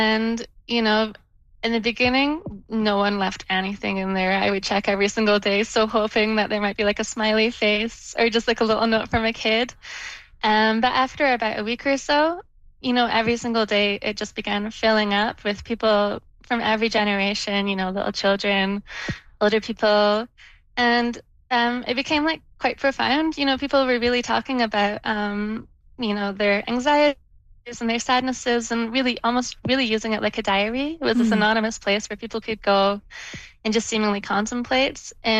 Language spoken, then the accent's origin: English; United Kingdom; now in Canada; I'm British